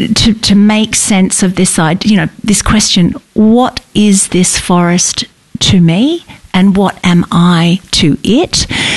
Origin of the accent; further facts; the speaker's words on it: Sydney, New South Wales, Australia; moved away as an adult; now in Victoria, Australia; I grew up in Sydney. That was my home. I have a very particular self in Sydney, and I came to live in Victoria in my early 30s